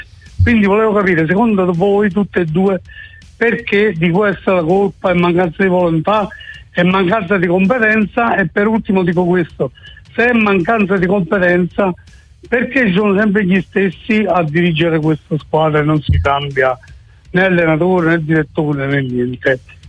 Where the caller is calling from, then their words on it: San Cipriano d'Aversa, Campania, Italy; io mi sono occupato dei ragazzi del mio paese qua, San Cipriano d'Aversa, per tanti anni.